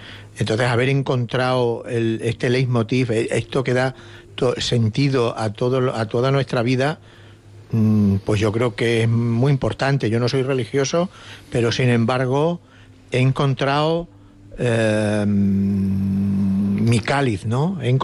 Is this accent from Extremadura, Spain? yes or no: yes; Extremadura, Spain; estamos en una zona un poco, dijéramos, hostil en cuanto a que no hay un tejido empresarial y no hay dinero